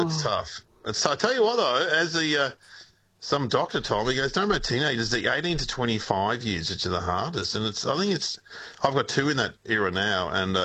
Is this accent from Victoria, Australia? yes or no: yes; Melbourne, Victoria, Australia; I'm from Melbourne where, you know, it's cold.